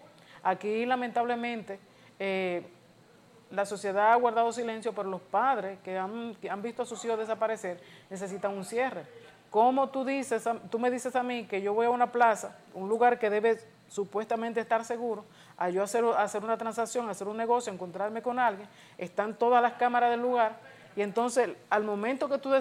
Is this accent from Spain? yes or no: no; Neiba, Baoruco, Dominican Republic; moved away; yo soy de Neiva, yo soy de Estero de Neiva, de un pueblecito después de Neiva.